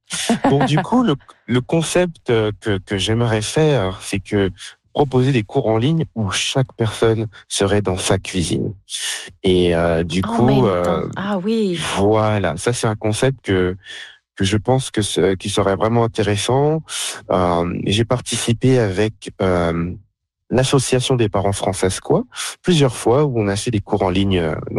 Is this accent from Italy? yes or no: no; Martinique; also born or lived in France; now in Saskatchewan, Canada; chez nous en Martinique